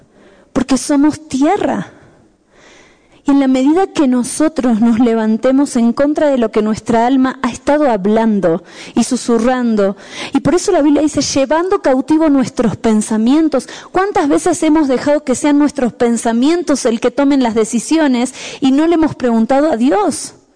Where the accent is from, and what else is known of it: La Paz, Bolivia; born there